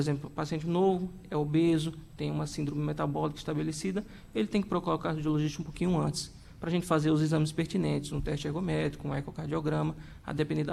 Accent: Paraíba, Brazil; Olha, eu vou te falar que eu sou paraibano, tá?

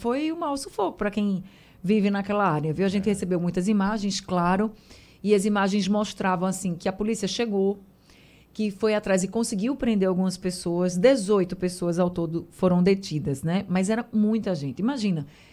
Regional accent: Recife, Pernambuco, Brazil; born or raised there

